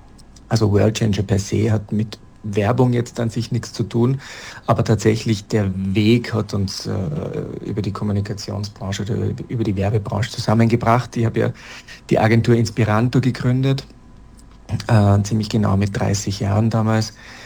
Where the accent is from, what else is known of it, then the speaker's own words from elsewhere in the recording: Rauris Valley, Salzburg, Austria; moved away; aufgewachsen im Raurisertal.